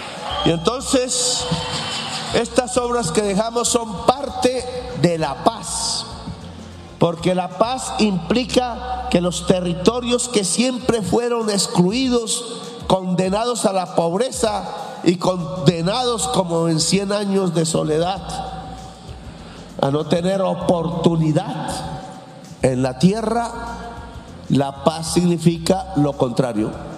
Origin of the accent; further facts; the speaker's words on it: Caribbean Region, Colombia; El Caribe, mi tierra